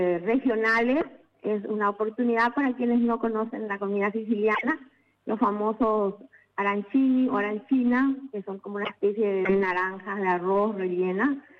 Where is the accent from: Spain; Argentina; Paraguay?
Paraguay; Bueno, sabemos la gran cantidad de inmigrantes italianos acá en nuestro país